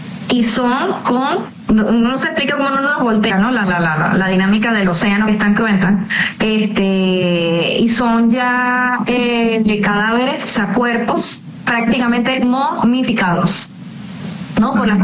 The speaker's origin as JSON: {"language": "Spanish", "country": "Venezuela", "said": "nosotros como venezolanos"}